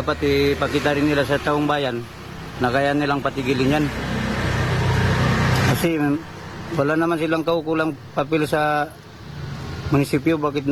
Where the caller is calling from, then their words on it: El Nido, Palawan, Philippines; dito sa amin sa El Nido